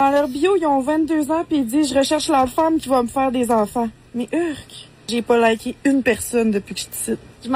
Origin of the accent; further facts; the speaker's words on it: Lac-Saint-Jean, Quebec, Canada; moved away as an adult; now in Montreal, Canada; Je viens du Lac-Saint-Jean, puis toute ma famille est encore ici, fait que souvent, je viens en visite, puis eux, ils essaient à chaque fois de me convaincre de revenir vivre ici. Puis moi, toutes les raisons sont bonnes pour leur dire que j'aime mieux être à Montréal.